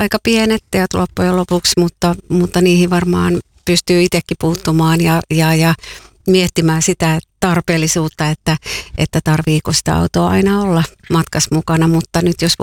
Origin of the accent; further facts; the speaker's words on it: Lehtimäki, South Ostrobothnia, Finland; lähden nyt tulevana viikonloppuna Etelä-Pohjanmaalle Lehtimäelle, eli sinne kotikonnulle, mistä olen kotoisin